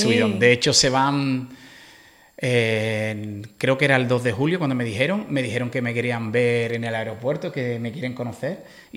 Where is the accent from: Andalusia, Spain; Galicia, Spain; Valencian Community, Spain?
Andalusia, Spain; Algeciras; moved away as an adult; now in Canary Islands, Spain